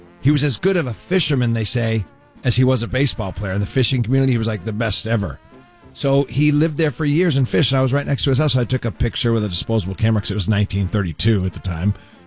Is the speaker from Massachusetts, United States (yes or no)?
yes; Boston, Massachusetts, United States; I'm from Boston.